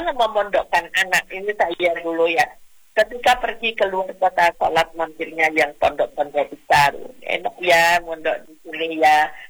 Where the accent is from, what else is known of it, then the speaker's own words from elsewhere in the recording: East Java, Indonesia; Walaupun saya dari Madura ya, ada unggah-ungguhnya.